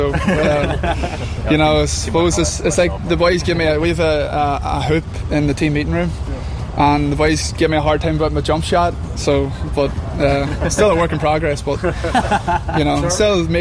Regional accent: Mayobridge, Northern Ireland, United Kingdom; moved away; So I'm from Mayo Bridge, okay. But that's County Down.

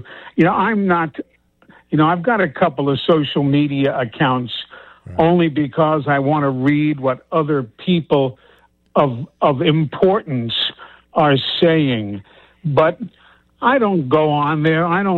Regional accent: New York City, New York, United States; moved away; I grew up in New York City, as you know.

